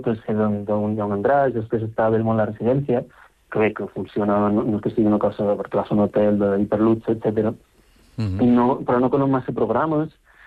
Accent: London, United Kingdom; Jo que vinc de Londres, pues, tu m'ho poses un cel.

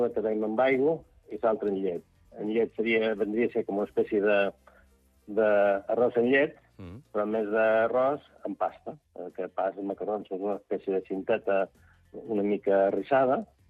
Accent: Santa Eulària des Riu, Balearic Islands, Spain; Avui, jo som de Sant Eulari, no som de Sant Joan.

